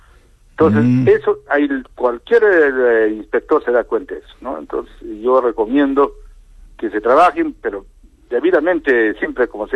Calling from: Yunguyo, Puno, Peru; todo lo que es peruano, de mi tierra, Puno, Yunguyo.

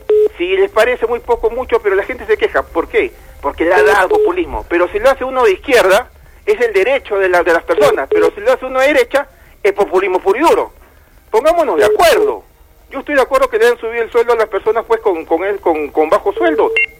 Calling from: Lima, Peru; Los que somos de Lima, sabemos de eso.

